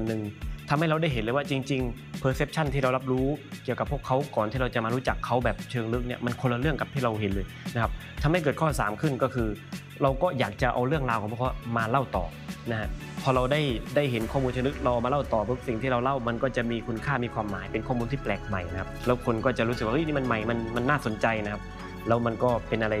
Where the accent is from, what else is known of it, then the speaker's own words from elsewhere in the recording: Satun, Thailand; ที่หลายๆการเปลี่ยนแปลงที่เกิดขึ้นในจังหวัดบ้านเกิดของเราเนี่ยมันเป็นไปในทางที่เราอยากได้เป็นนะแล้วเราก็เป็นส่วนหนึ่งของการเปลี่ยนแปลงนั้นๆนะครับเราเป็นตัวเล็กๆส่วนหนึ่งในการที่ทำให้สตูลได้เป็นอุทยานธรณีโลก